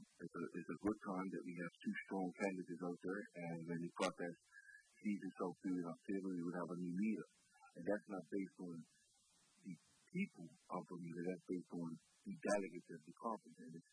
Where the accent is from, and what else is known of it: Bermuda